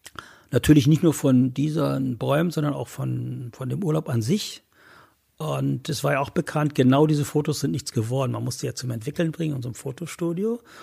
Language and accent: German; Wieblitz, Saxony-Anhalt, Germany; born or raised there